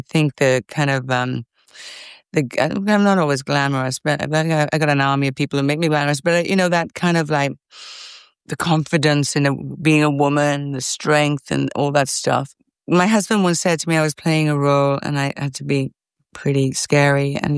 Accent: Wales, United Kingdom; accent: Welsh; I think was using my Welsh accent

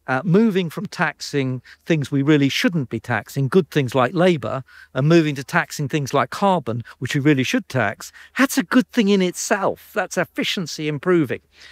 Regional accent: Essex, East of England, United Kingdom; I came from Essex

